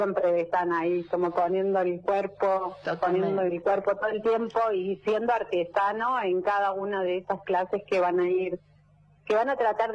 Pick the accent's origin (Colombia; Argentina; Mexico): Argentina; somos argentinos y estamos orgullosos de...